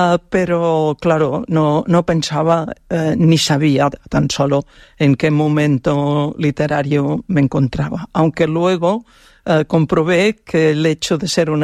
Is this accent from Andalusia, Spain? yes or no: no; Catalonia, Spain; born there; Yo he nacido en el Pallars. Y mis padres eran del Pallars pirinaico, podríamos decir. Yo ya soy del Pallars pre-pirinaico, es decir, algo más al sur.